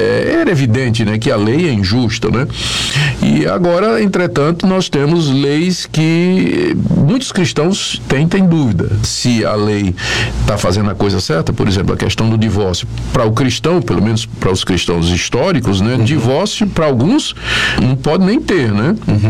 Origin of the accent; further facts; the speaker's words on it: Recife, Pernambuco, Brazil; Recife, onde eu me criei